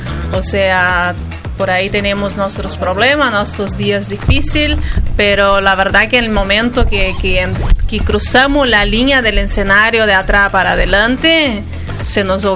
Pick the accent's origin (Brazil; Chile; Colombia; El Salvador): Brazil; Spanish is a second language; moved away as an adult; now in Argentina; Yo soy de Brasil.